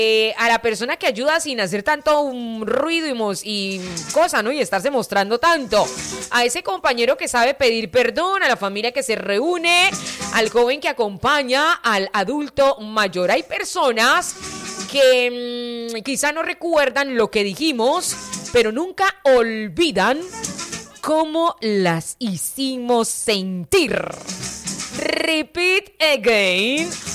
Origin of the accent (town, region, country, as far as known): Colombia